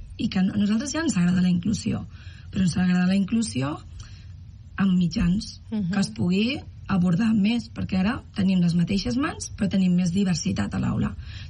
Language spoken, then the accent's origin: Catalan; Valencian Community, Spain; moved away as an adult; now in Arenys, Spain; jo vinc de València. Soc valenciana. Fa 25 anys que treballo aquí i tinc companys allà.